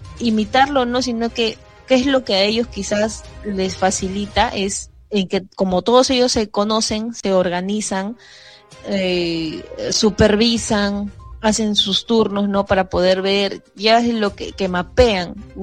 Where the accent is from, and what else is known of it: Peru